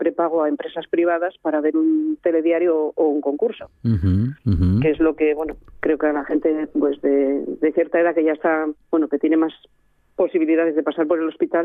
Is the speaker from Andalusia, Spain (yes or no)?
no; Arriondas, Asturias, Spain; nosotros, por ejemplo, que somos de Arriondas